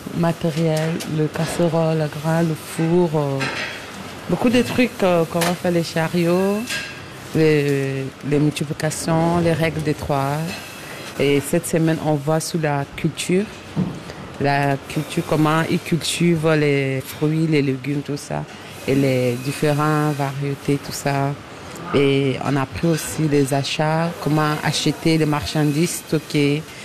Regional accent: Chad; also born or lived in Italy; now in Switzerland; Je viens de Tchad.

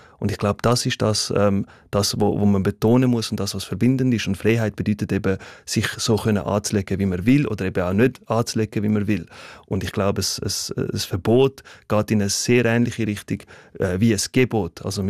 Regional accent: Switzerland; Ich bin selber in der Schweiz sozialisiert, aufgewachsen eben als quasi Person mit muslimischem Hintergrund.

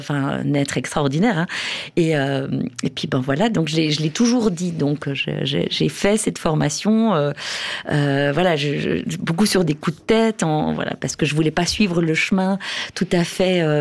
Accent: Biel/Bienne, Bern, Switzerland; J'ai grandi à Bienne avec ma famille. Et on avait des voisins alémaniques.

